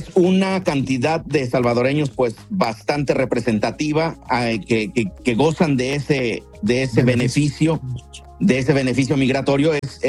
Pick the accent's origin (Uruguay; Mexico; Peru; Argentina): Mexico; como buen mexicano tiene que ser una algarabía.